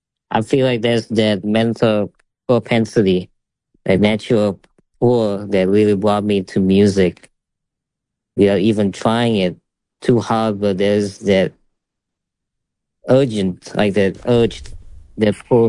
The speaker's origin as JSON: {"language": "English", "region": "Bali", "country": "Indonesia", "tie": "born or raised there", "said": "even growing up in Bali, where it's not, you know, a place where they do jazz"}